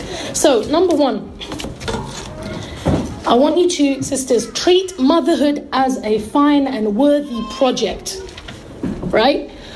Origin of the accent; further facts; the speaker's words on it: Barnet, London, United Kingdom; growing up in the West, alhamdulillah, we've picked up a lot of good things as well from growing up here.